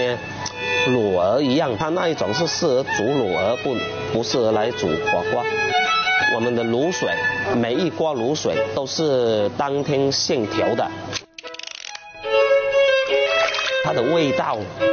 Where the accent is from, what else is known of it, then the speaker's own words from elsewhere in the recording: Chaoshan, Guangdong, China; 我们潮汕这边对食材的要求比较高，